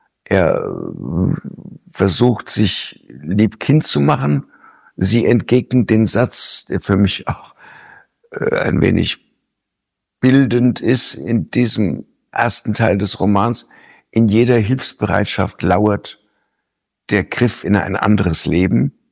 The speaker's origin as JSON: {"language": "German", "region": "West Germany", "country": "Germany", "said": "von mir als Wessi"}